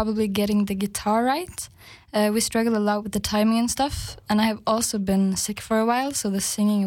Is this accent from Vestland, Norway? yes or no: no; Agder, Norway; English is a second language; I'm from Norway, and I live in Kristiansand.